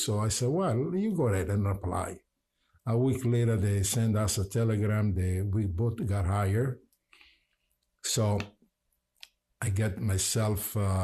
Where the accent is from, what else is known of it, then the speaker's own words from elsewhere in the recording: Italy; English is a second language; moved away as an adult; now in United States; But we Italian